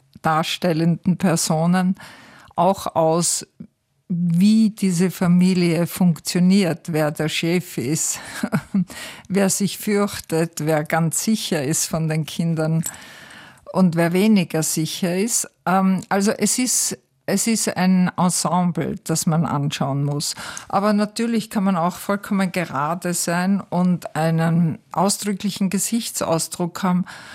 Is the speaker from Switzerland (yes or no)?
no; Wels, Upper Austria, Austria; born there; Ich bin geboren in Wels, allerdings, glaube ich, habe ich mich dort als Neugeborenes bestenfa